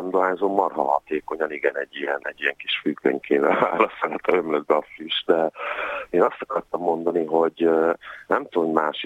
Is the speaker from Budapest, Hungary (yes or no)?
yes; Budapest, Hungary; én mostában többször jártam azon a budapesti lakótelepen, ahol én fölnőttem